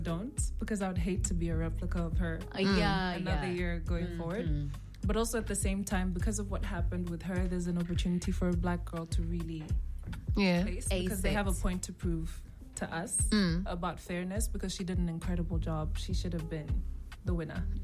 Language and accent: English; Budaka, Eastern Region, Uganda; also born or lived in Tororo; my home, my village is Budaka.